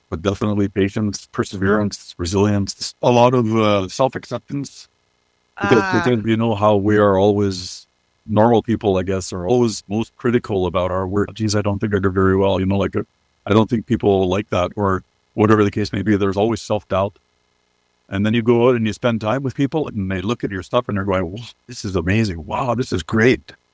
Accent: Canada; I read comic books when I was a kid growing up on the Rez.

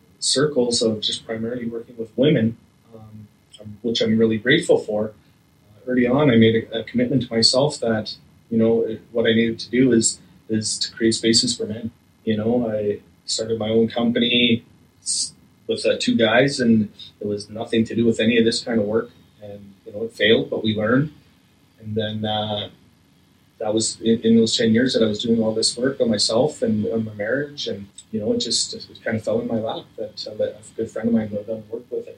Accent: Slave Lake, Alberta, Canada; born or raised there; also born or lived in St. Paul, Alberta / Edson

